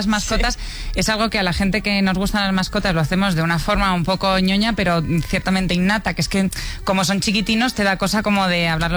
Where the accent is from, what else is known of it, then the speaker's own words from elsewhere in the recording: Spain; Bueno, los españoles somos muy españoles y muy de tener mascotas.